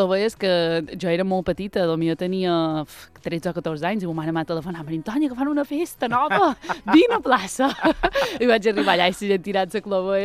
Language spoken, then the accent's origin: Catalan; Petra, Balearic Islands, Spain; va ser una infància molt guapa, entre fora Vila i Petra.